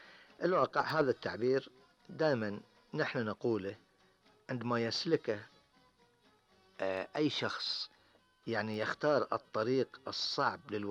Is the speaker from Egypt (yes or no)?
no; Bahrain; والعامة عندنا في البحرين يقولون عن نبع الماء الجاري على سطح الأرض السيح